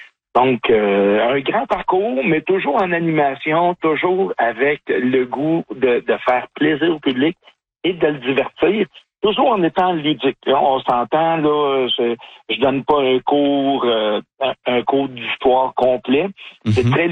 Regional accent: Quebec, Canada; J'ai grandi dans les Basses-Laurentides et autour de Saint-Eustache

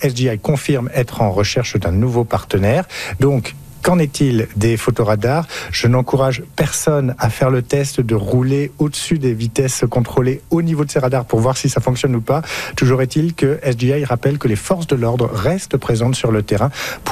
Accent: Saskatchewan, Canada; Et c'est arrivé chez nous, en Saskatchewan, plus précisément dans une exploitation du sud-est de Regina.

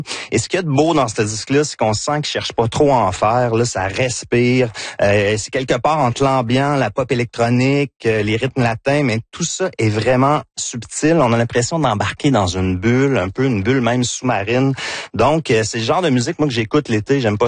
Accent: Victoriaville, Quebec, Canada; accent: Victoriaville; Puis c'est mon accent de Victoriaville.

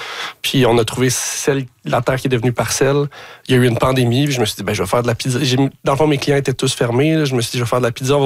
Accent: Montreal, Quebec, Canada; Je suis allé à la terre parce que je suis pas du tout quelqu'un de la campagne. J'ai grandi à Ville-Saint-Laurent, Montréal.

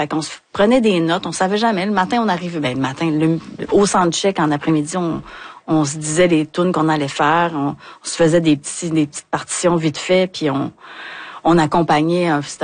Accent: Hauterive, Quebec, Canada; Je suis de Haute-Rive, moi.

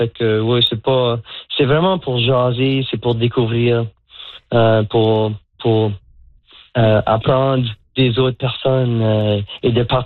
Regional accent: Moncton, New Brunswick, Canada; Je suis originaire de Moncton, puis j'ai travaillé presque exclusivement en anglais depuis que je suis en Nouvelle-Écosse. Ça fait presque 40 ans.

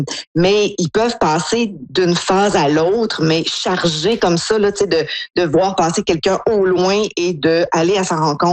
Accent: Quebec, Canada; En tout cas, moi, dans ma jeunesse, au Lac-Saint-Jean, c'était comme ça.

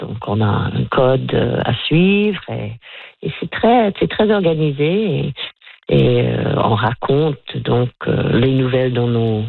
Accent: Nova Scotia, Canada; born there; now in Annapolis Royal, Canada; Je ne suis pas née à Annapolis Royal. Je suis née en Nouvelle-Écosse, mais pas ici.

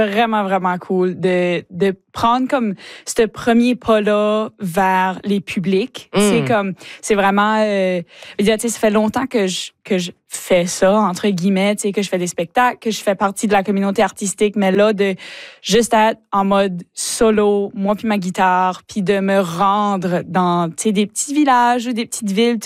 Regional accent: Chéticamp, Nova Scotia, Canada; Ouais, j'ai grandi à Chéticamp

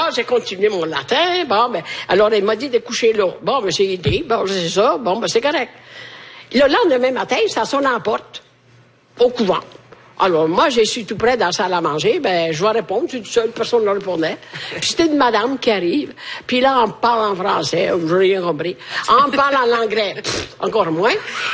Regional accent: France; Moi, je suis française.

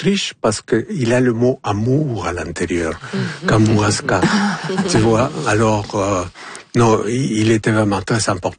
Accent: Peru; moved away; Moi, je viens du Pérou. Et devant le rocher Percé, je sens la même chose que je sens devant Machu Picchu.

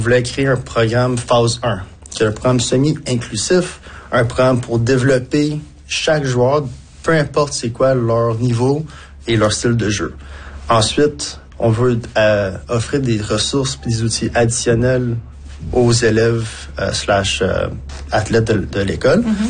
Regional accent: Cantley, Quebec, Canada; born there; also born or lived in Toronto; Je viens de Cantley, ben, je suis né à Toronto, j'ai vécu 30 ans de ma vie à Cantley, à côté du Québec évidemment.

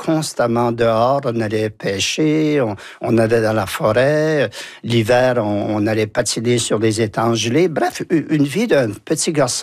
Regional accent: Saint-François, New Brunswick, Canada; also born or lived in Saint-Basile; Ben, je suis né à Saint-Basile, mais j'ai rapidement, je suis allé à Saint-François.

